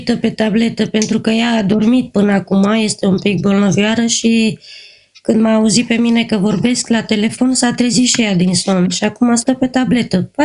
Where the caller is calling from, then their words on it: Dolj, Romania; Eu sunt din Dolj, da.